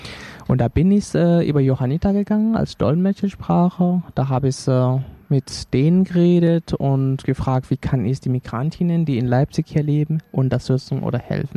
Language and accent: German; Senegal; German is a second language; now in Germany; die auch ihre Eltern aus meiner Heimat in der Nähe kommt, in Senegal.